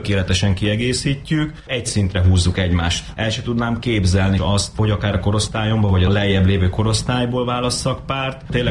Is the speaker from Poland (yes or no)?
no; Pécs, Baranya, Hungary; moved away as an adult; also born or lived in Austria; mind a ketten mi pécsiek vagyunk